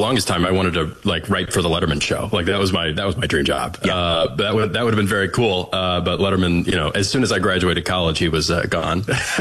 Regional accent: Arkansas, United States; moved away; I grew up mostly in the South. I was an Arkansas boy.

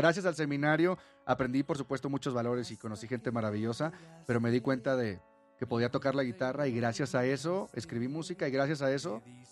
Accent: Mexico; Y el público es muy lindo, pero, a ver, somos mexicanos.

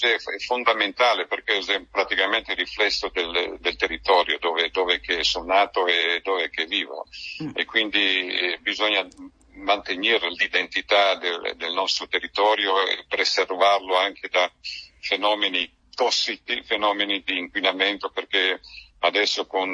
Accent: Gallesano, Istria County, Croatia; first language Istriot (Gallesano dialect); L'istrioto calesianese, per dire, la mia lingua madre, mi la parlo ogni giorno in galesianese.

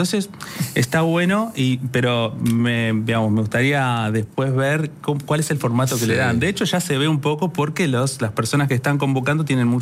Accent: Argentina

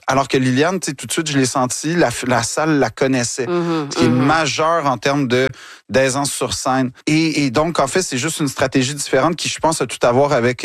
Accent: Quebec, Canada; Quand je dis que je suis Québécois jusqu'au bout des doigts, mais je le sens à tous les jours.

